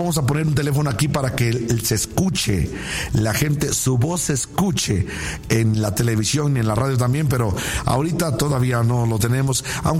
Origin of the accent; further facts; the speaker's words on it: La Peña Colorada, Mexico; México es mi nación, México. Yo nací en México, mi ombligo se quedó allá en La Peña Colorada, así que yo soy de acá, mexicano